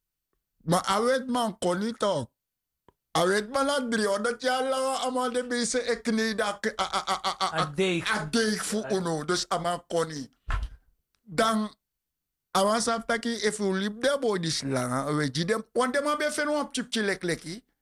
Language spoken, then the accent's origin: Dutch; Suriname; now in Amsterdam, Netherlands; Want ik ben bijna meer dan 50 jaar hier, ome Ramon. Ik heb alles gezien groeien.